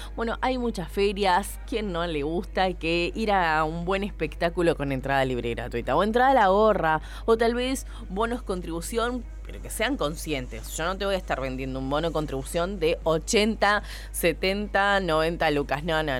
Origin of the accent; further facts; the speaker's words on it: José C. Paz, Buenos Aires Province, Argentina; Somos de José C. Paz, somos de la zona de Pilar, somos de la zona de Moreno, de San Miguel, de Malvinas Argentinas.